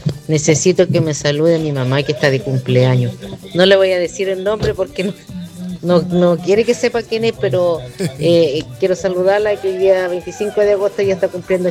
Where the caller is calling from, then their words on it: Pichidegua, O'Higgins, Chile; Soy la amiga de Pichidegua.